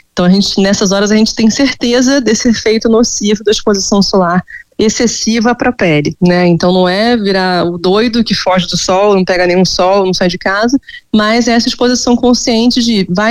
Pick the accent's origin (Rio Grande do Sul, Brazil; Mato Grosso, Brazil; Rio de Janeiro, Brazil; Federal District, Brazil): Rio de Janeiro, Brazil